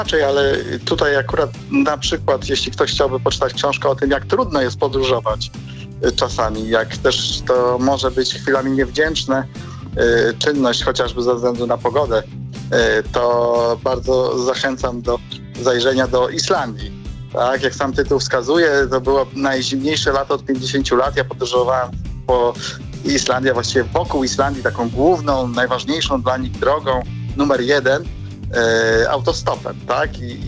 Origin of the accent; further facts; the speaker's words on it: Opole, Opole Voivodeship, Poland; moved away as an adult; also born or lived in Japan; No akurat opolszczyzna, a konkretnie miasto Opole, to jest miejsce, w którym się wychowałem